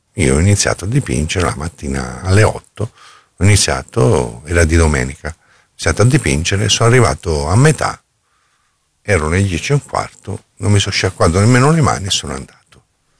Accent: Apulia, Italy; now in Milan, Italy; Sono pugliese, sono della zona nord della Puglia, per non fare discriminazione, una zona indicativa solo.

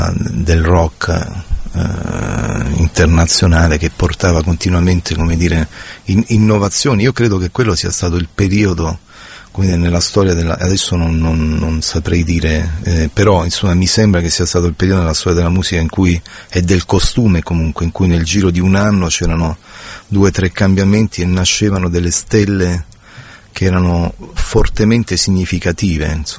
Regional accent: Rome, Lazio, Italy; born there; also born or lived in Caltanissetta, Sicily / Battaglia Terme, Padua / Como; dopo 3-4 anni, avevo già 10 anni, sono andato a Roma, quinta elementare

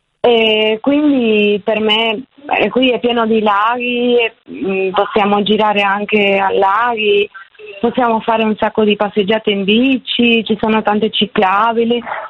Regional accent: Argentina; now in Varese, Italy; sono di Varese, sono argentina.

